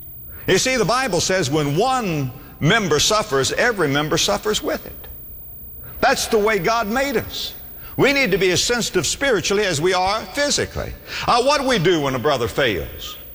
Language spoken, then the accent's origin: English; Florida, United States; born or raised there